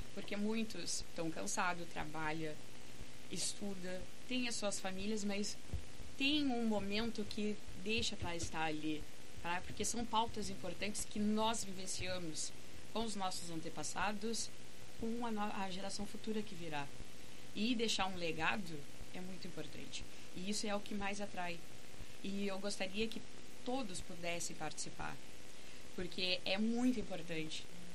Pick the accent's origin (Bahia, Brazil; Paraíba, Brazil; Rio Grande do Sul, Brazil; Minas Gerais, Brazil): Rio Grande do Sul, Brazil; Pelotas; eu sou mulher preta, nascida e criada em Pelotas